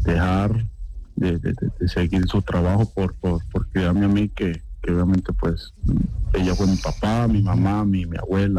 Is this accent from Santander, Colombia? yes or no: no; Cali, Valle del Cauca, Colombia; yo vengo de Charco Azul, distrito Agua Blanca, una zona muy, como decimos, todo muy caliente, donde hay pocas posibilidades siempre de salir.